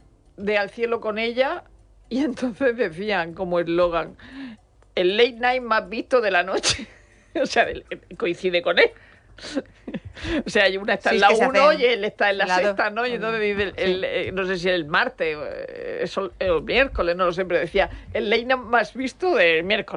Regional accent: Murcia, Region of Murcia, Spain; Ya lo sé, oye, que yo soy de Murcia.

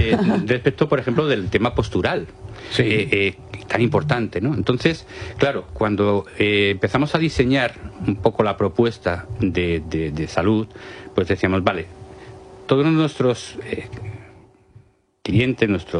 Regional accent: Madrid, Community of Madrid, Spain; now in Alicante, Spain; Yo soy madrileño, pero ya he afincado en Alicante hace mucho tiempo

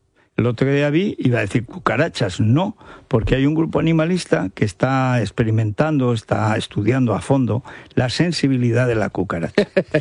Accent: Aragon, Spain; cuando yo nací no había ciervos en mi pueblo, ni en toda la comarca de Albarracín.

